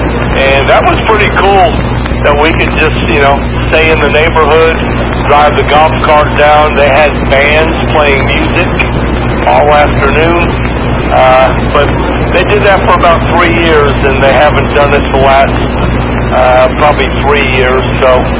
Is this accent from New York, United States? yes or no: yes; New York, United States; moved away; I grew up in New York